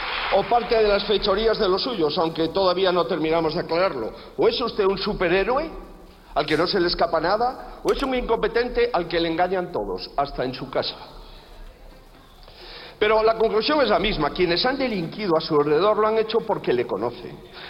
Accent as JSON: {"language": "Spanish", "country": "Spain", "said": "Aquí las únicas víctimas del gobierno corrupto como el suyo somos los españoles."}